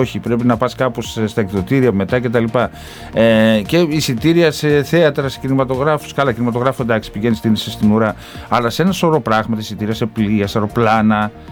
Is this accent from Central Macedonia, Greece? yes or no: yes; Thessaloniki, Central Macedonia, Greece; εγώ είμαι Θεσσαλονικιός, έτσι, και είμαι Ηρακλειδέας.